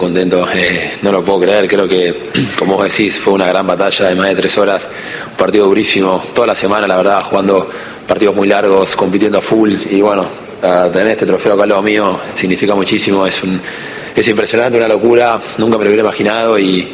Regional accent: Argentina; Creo que me apoyaron un montón siendo argentino, jugando acá.

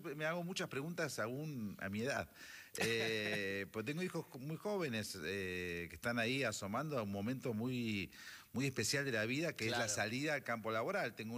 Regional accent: Argentina; Somos argentinos, ¿no?

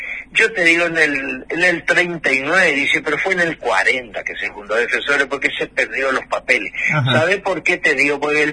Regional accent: San Roque, Corrientes, Argentina; born there; la historia de mi pueblo San Roque

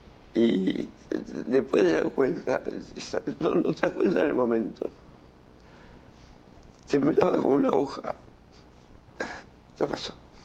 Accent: Buenos Aires, Argentina; born there; En el barrio de Villa Devoto.

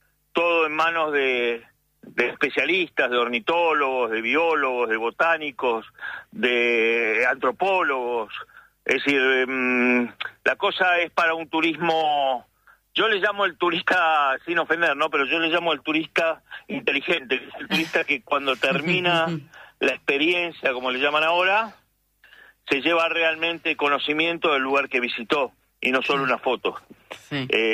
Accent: Bariloche, Río Negro, Argentina; moved away as an adult; also born or lived in Paraguay / Misiones / Chubut; Mira, yo crecí criado en Bariloche. Tengo 67 años y a los 30 y pico me fui a Paraguay

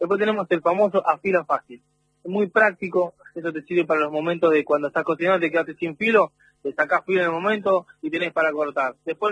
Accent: Santa Clara del Mar, Buenos Aires Province, Argentina; Somos de Santa Clara del Mar, Camel Norte somos nosotros, tenemos una cuchillería.

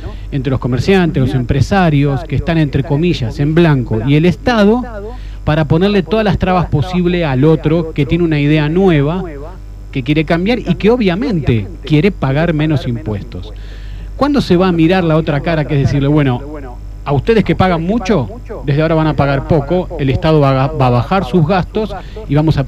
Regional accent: San Martín de los Andes, Neuquén, Argentina; de San Martín de los Andes, que tiene un peso tributario alto.

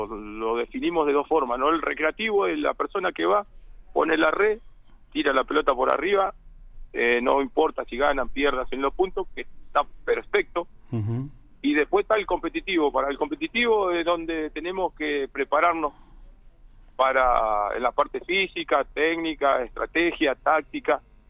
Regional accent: Caleta Olivia, Santa Cruz, Argentina; nosotros tres de Caleta

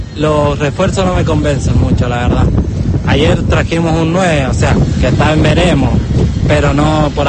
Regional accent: Mendoza, Argentina

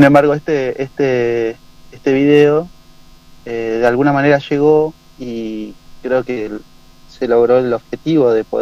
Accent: Río Negro, Argentina; now in Bariloche, Argentina; Yo nací en Pilca, me crié ahí en Pilca Viejo, así que sí, me siento aparte, soy de acá, de la línea sur. Me siento barilochense también

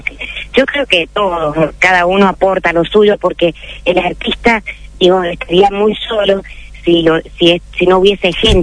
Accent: Mendoza, Argentina; born there; en la zona centro, que es de donde yo soy originaria, porque digamos de donde yo nací en realidad

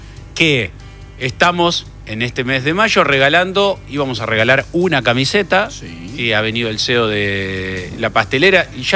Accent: Las Toscas, Santa Fe, Argentina; moved away; yo voy a ir a mi pueblo, a Las Toscas

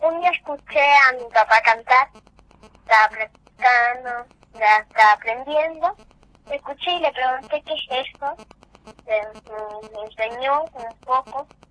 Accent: Abrapampa, Jujuy, Argentina; born there; also born or lived in La Quiaca, Argentina; nací en La Quiaca, pero yo vivo acá en Abrapampa, en Argentina, que me gusta más y me representa como abrapampeña.

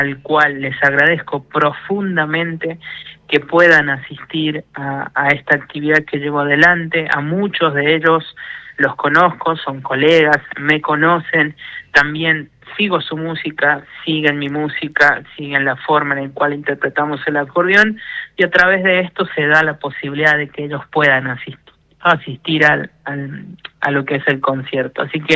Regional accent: La Rioja, Argentina; moved away as an adult; now in Pico Truncado, Argentina; me ha llevado a trasladarme acá a la ciudad de Pico Truncado. Yo soy de La Rioja, vengo desde allá. Estoy radicado hace casi 13 años aquí en la localidad

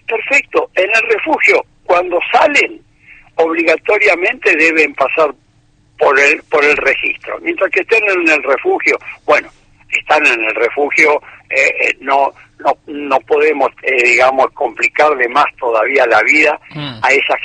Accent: Posadas, Misiones, Argentina; now in Rosario, Argentina; Yo me crié en Posada Misiones

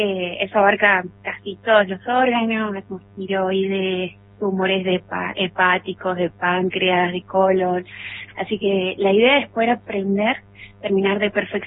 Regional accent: San José de Jáchal, San Juan, Argentina; moved away; yo soy de Hachal.

